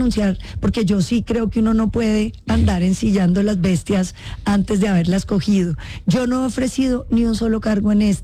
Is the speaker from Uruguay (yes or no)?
no; Colombia; militarizar la vía Cali-Popayán, Pasto, Rumichaca, porque es mi tierra